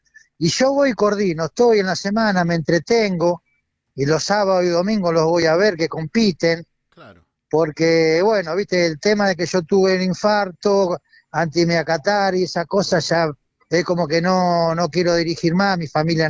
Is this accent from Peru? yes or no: no; Argentina; a lo mejor que nos puede haber pasado como argentino, ¿entendés?